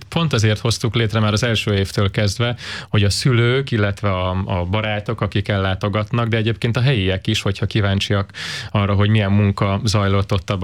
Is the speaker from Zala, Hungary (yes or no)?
yes; Nova, Zala, Hungary; born there; szeptember 4-én és 5-én pedig Nován, éppen a szülőfalunkban egy tehetséggondozó fesztiválra, a Szép Fesztiválra várunk majd mindenkit.